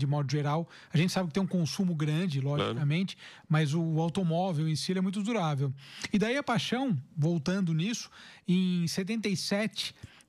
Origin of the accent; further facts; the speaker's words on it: Rio Claro, São Paulo, Brazil; born there; Não sou do interior. Eu nasci em Rio Claro, mas minha família toda é de Araraquara, né?